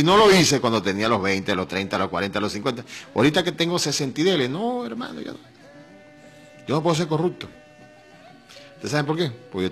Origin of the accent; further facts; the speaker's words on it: Venezuela; Esos somos los venezolanos.